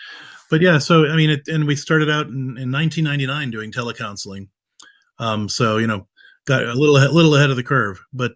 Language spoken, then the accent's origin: English; Clareton, Pennsylvania, United States; I grew up in Clareton, Pennsylvania, which is the first place that The Deer Hunter was filmed.